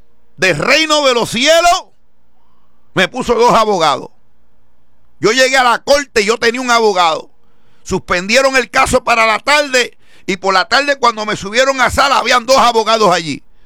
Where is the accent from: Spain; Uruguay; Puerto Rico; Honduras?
Puerto Rico; mi país, Puerto Rico.